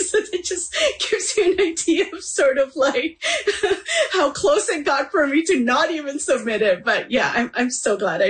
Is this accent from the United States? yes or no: no; Manitoba, Canada; born there; moved away as an adult; now in Vancouver, Canada